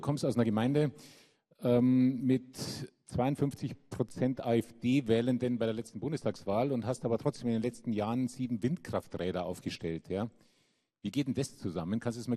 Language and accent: German; Germany; ich komme jetzt aus Bayern, Baden-Württemberg